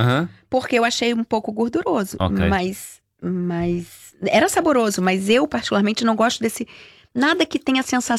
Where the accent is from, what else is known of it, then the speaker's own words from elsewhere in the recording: Rio de Janeiro, Brazil; E como uma boa carioca que sou e uma viajante assídua, eu entendo que viajar é muito bom, mas voltar para casa também é uma delícia